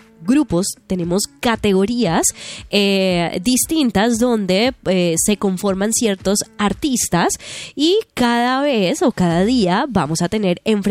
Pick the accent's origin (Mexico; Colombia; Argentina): Colombia